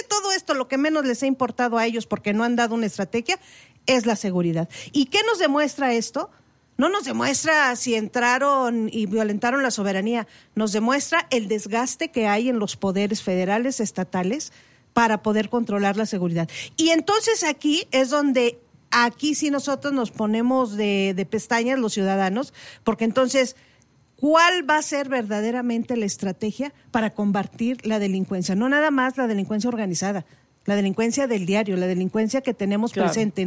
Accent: Mexico; somos nosotros los mexicanos los que vamos a votar y vamos a decidir.

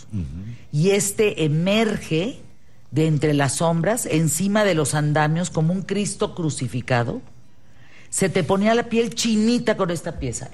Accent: Chihuahua, Mexico; Chihuahua, el país. Chihuahua, mi tierra.

